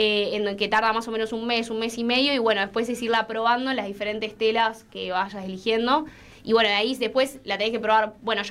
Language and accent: Spanish; Trelew, Chubut, Argentina